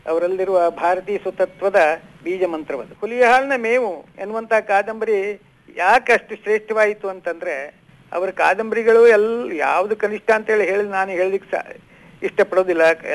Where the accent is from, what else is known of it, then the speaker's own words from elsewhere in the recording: Kumta, Karnataka, India; ನಮ್ಮ ಊರು ಕುಮಟಾ ಹೊಲನಗದ್ದೆ ಅಂತೇಳಿ, ಕುಮಟಾ ತಾಲೂಕು, ಉತ್ತರ ಕನ್ನಡ ಜಿಲ್ಲೆ.